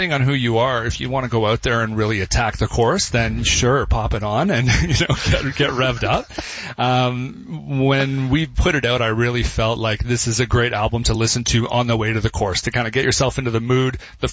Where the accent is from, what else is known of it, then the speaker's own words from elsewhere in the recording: Ottawa, Ontario, Canada; We're from Ottawa, so I'm from Ottawa.